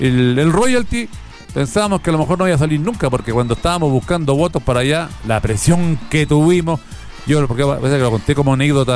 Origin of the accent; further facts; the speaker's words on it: Calama, Antofagasta, Chile; en nuestra ciudad de Calama, yo soy de esta villa, yo nací en este barrio.